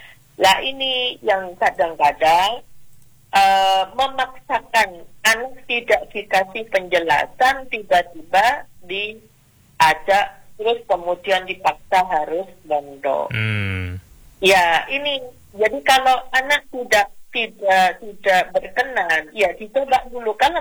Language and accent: Indonesian; East Java, Indonesia; Walaupun saya dari Madura ya, ada unggah-ungguhnya.